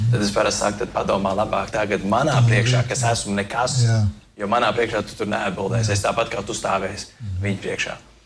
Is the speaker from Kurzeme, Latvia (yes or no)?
yes; Liepāja, Kurzeme, Latvia; mēs no Liepājas mums katru gadu tā, kad kādi jaunieši beidz skolas, un tad viņi dodas uz Rīgu, piemēram.